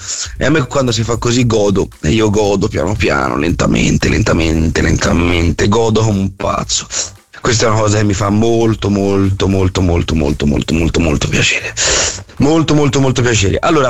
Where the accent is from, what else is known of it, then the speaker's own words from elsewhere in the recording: Florence, Tuscany, Italy; Noi vogliamo solo godere perché siamo fiorentini e orgogliosi della viola, il resto non ci interessa.